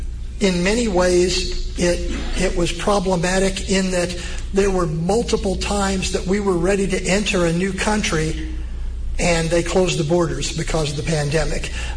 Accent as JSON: {"language": "English", "town": "Huntingburg", "region": "Indiana", "country": "United States", "tie": "born or raised there", "said": "Well, when I was a kid growing up in Huntingburg, in our grade school"}